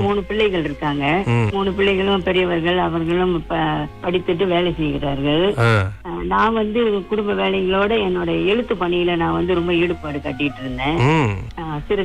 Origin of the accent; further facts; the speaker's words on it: Selangor, Malaysia; நான் வந்து பிறந்து வளர்ந்தது எல்லாம் சிலாங்கூர் மாநிலத்துல தான், படிச்சது எல்லாமே இங்கதான்.